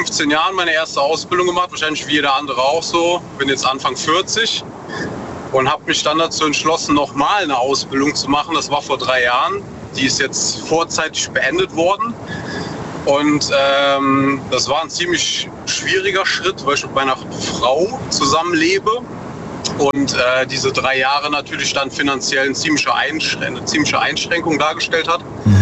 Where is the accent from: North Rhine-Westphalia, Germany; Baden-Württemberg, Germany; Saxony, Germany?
North Rhine-Westphalia, Germany; Aus der Eifel. NRW.